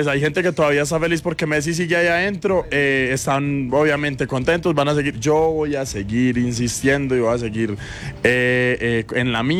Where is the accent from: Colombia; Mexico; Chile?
Colombia; Eso somos como colombianos. Nos inflamos.